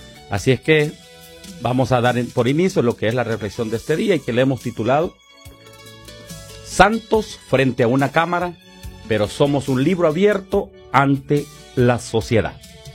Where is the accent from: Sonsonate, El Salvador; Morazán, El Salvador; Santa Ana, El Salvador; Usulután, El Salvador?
Usulután, El Salvador; Tecapán; Gracias, Señor, por mi pueblo Tecapán, por nuestra iglesia, el Tabernáculo Bíblico Bautista, dirigido por nuestro pastor Mario López.